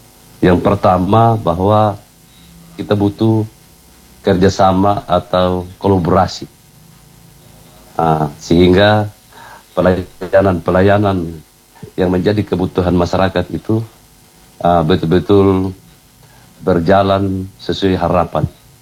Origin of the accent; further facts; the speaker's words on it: Kodi Belagar, East Nusa Tenggara, Indonesia; Kami dari Kodi Belagar ya.